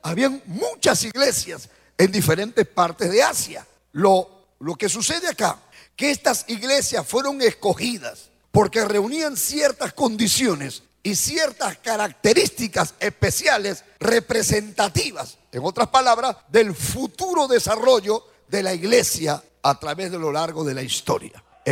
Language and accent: Spanish; Chiclayo, Lambayeque, Peru; Nosotros somos los peruanos, porque nacimos en Perú. Y aún estando en Perú, nosotros somos chiclayanos, porque somos de la ciudad de Chiclayo.